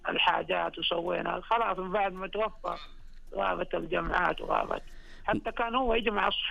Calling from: Jeddah, Makkah Province, Saudi Arabia

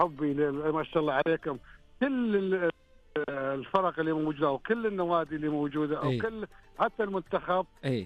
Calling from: United Arab Emirates; من الامارات.

